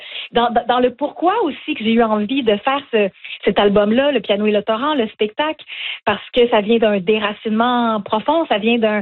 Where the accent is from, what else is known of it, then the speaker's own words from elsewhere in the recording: Quebec, Canada; Je me sens dans mon patelin, pas très loin de chez moi, d'où je viens, de la Gaspésie, de la baie des Chaleurs.